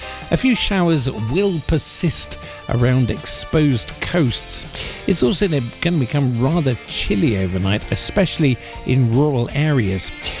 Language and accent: English; United Kingdom; we are British, I suppose.